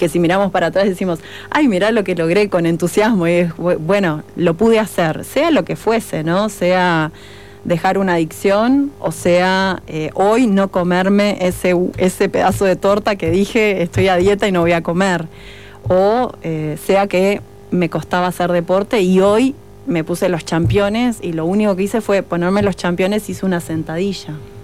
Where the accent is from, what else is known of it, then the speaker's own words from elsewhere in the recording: Montevideo, Uruguay; empecé Montevideo, yo que vengo de Montevideo, también era mucha la tristeza.